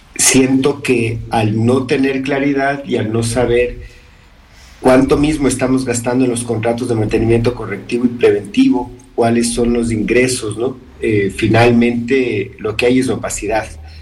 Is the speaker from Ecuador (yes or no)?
yes; Quito, Pichincha, Ecuador